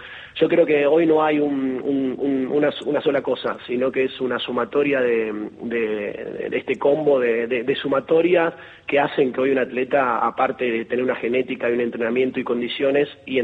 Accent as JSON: {"language": "Spanish", "country": "Argentina", "said": "nosotros como argentinos o los mismos los atletas argentinos"}